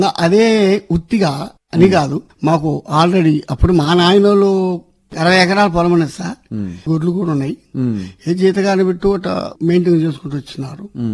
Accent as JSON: {"language": "Telugu", "region": "Andhra Pradesh", "country": "India", "tie": "born or raised there", "said": "మాది గుబ్బూరు గ్రామం."}